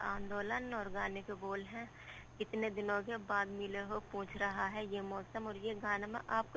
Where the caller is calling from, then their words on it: Rampur district, Uttar Pradesh, India; मैं जिला रामपुर ग्राम काजीपुर से … बात कर रही हूँ आपसे।